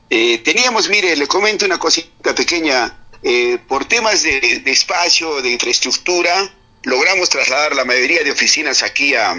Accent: La Calera, Arequipa, Peru; yo estoy bien identificado con el pueblo tradicional de Yura, pues yo soy de La Calera, he nacido allá, he estudiado toda mi primaria, después ya vine a la ciudad a terminar mis estudios secundarios y estudios universitarios

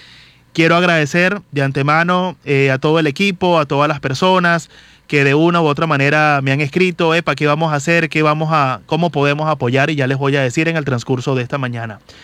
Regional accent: Venezuela

